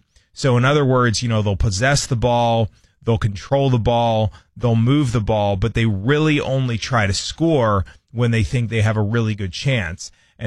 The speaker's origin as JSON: {"language": "English", "country": "United States", "said": "as American sports fans"}